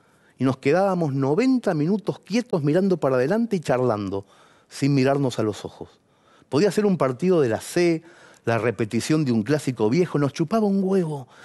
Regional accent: Mercedes, Buenos Aires Province, Argentina; La primera vez que yo vi una pelota de fútbol fue en el cielo de Mercedes, mi ciudad natal. Yo tendría como mucho 2 años.

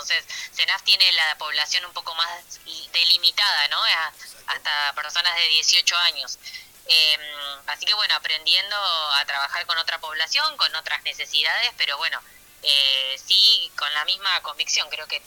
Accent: General Conesa, Río Negro, Argentina; born there; also born or lived in Bahía Blanca; now in Choele Choel, Argentina; Sí, precioso mi pueblo.

